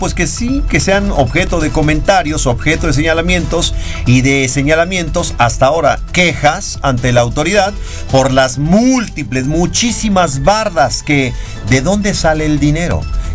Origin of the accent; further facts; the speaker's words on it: Puebla, Mexico; qué opina del escenario que estamos viviendo como poblanos y también como mexicanos.